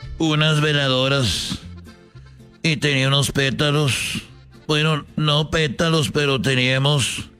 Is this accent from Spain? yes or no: no; Jalisco, Mexico; yo me acuerdo que cuando yo iba a la escuela ya en donde yo nací en Jalisco, no era una escuela normal, pero era una casa y ahí iba una maestra a darnos clases.